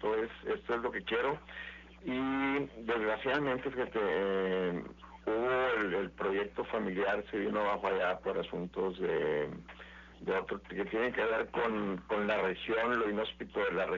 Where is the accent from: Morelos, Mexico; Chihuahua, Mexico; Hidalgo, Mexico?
Chihuahua, Mexico; Madera; Yo soy nativo del municipio de Madera, en el estado de Chihuahua, en la zona serrana, en los pasos de la Sierra Madre Occidental, en colindancias con Sonora, y es una zona agrícola, ganadera y forestal importante.